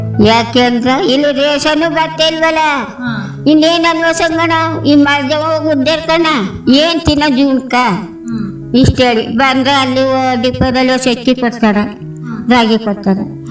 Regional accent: Karnataka, India; born there; moved away as an adult; now in Devalapura Hadi, Sargur taluk, India; ನಾವು ಹುಟ್ಟಿದ್ದು ನಾಣಪುರ, ಬೆಳ್ಳೂರುಂಡಿ ಅಂತ ನಾಣಪುರ ಕುರುಬ್ರಾಡಿ. ನಾ ಅಲ್ಲಿಂದ ಇಲ್ಲಿ ಮದುವಾದಿ.

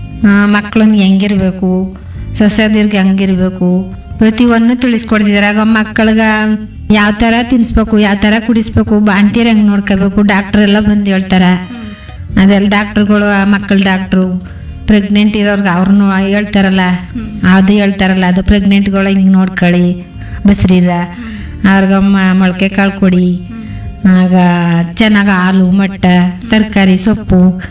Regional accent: Heggadadevankote, Karnataka, India; now in Sargur, India; ನಾನು ಕೋಟೆಯಿಂದ ಸರಗೂರಿಗೆ ಮದುವಾಗಿನಿ.

